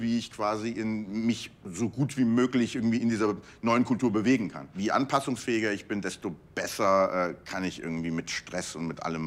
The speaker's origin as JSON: {"language": "German", "country": "Iran", "tie": "born or raised there", "moved": "yes", "lives_now": "Germany", "said": "Ich bin als Armenier im Iran aufgewachsen, also auch schon als Minority dort. Und dann kommst du halt nach Deutschland und hast irgendwie nochmal eine dritte Kultur, die du irgendwie lernen musst."}